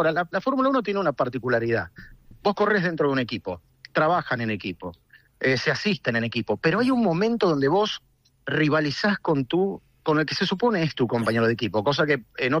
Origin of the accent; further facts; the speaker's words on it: Argentina; Pero somos divinos los argentinos.